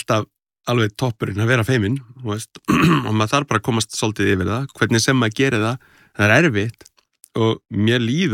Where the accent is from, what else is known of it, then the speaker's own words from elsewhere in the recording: North Iceland, Iceland; Ég finn það, ég er að norðan, en ég er bara Íslendingur.